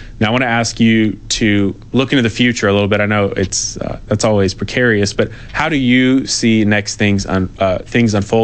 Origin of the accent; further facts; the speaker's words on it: Texas, United States; my home state of Texas.